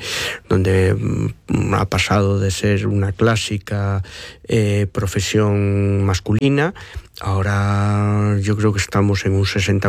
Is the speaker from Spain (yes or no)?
yes; Galicia, Spain; yo soy del barrio del Couto, de toda la vida